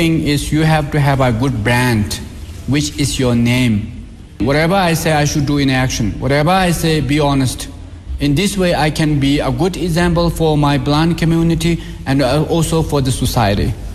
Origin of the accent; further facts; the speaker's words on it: Tibet, China; when I say I'm from Xizang, they will think like, wow, this is number one.